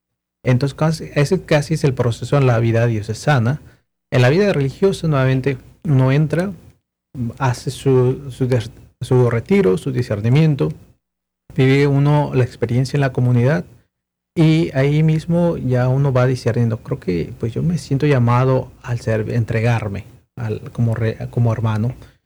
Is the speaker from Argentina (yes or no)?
no; Mexico; now in United States; Yo, que soy el único mexicano que entré aquí, y por supuesto americano.